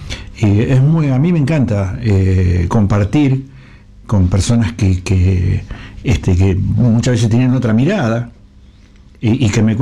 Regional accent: Villa Gobernador Gálvez, Santa Fe, Argentina; born or raised there

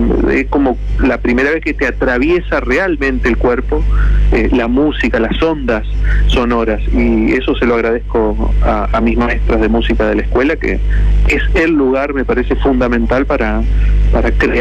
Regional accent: Paso de los Libres, Corrientes, Argentina; Yo me crié en Paso de los Libres, que es una ciudad que donde el chamamé siempre estuvo cerca

